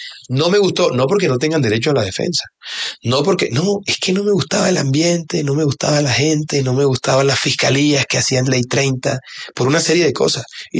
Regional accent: Bogotá, Colombia; born there; nací en Bogotá porque en esa época se usaba eso.

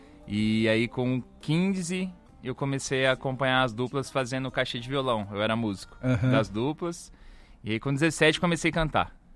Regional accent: Maringá, Paraná, Brazil; A gente é de Maringá.

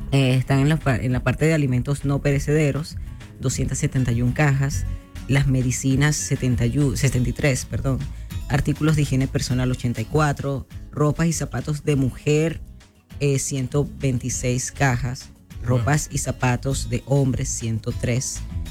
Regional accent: Venezuela; moved away; Somos venezolanos

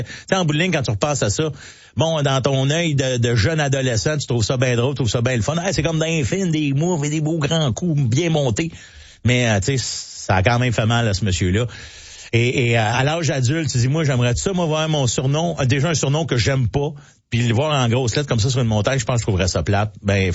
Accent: Mont-Saint-Hilaire, Quebec, Canada; Moi, je viens de Saint-Hilaire, puis en face de la polyvalente, t'as de la montagne de Mont-Saint-Hilaire, puis t'as une paroi rocheuse.

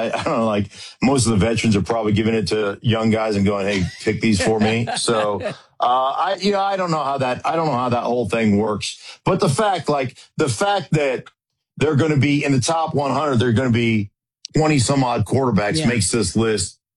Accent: Anchorage, Alaska, United States; You know, since I was a little kid growing up in Anchorage, Alaska.

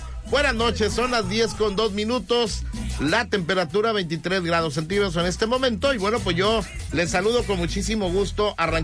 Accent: Tula de Allende, Hidalgo, Mexico; Yo soy de Tula.

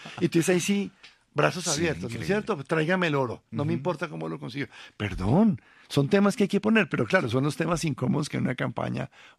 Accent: Colombia

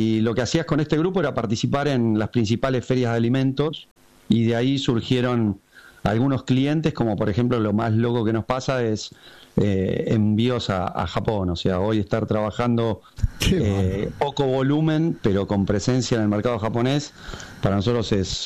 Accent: Argentina; quedé seleccionado representando a la empresa y como productor argentino

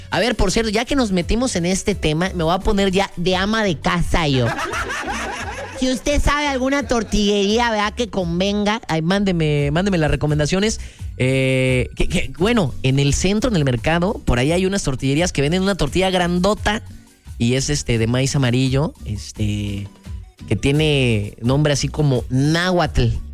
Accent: Córdoba, Veracruz, Mexico; moved away; also born or lived in Orizaba; allá en mi rancho, yo vengo de pues, la zona de las altas montañas, ¿no? Nací y crecí en Cordobaches, pero también viví un tiempo en Orizaba

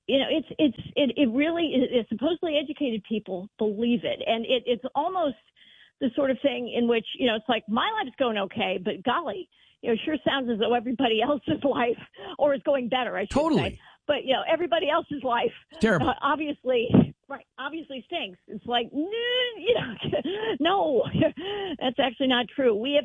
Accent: Munster, Indiana, United States; I grew up in Northwest Indiana in the 60s and 70s. I went to Munster, Indiana Public Schools.

